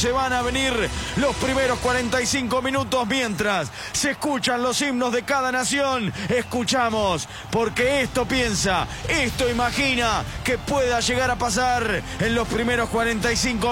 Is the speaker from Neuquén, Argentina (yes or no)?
no; Arrecifes, Buenos Aires Province, Argentina; born there; como le decimos aquí, en Arrecifes, en Argentina. Bueno, Arrecifes, Argentina. Yo soy nacido en la ciudad de Arrecifes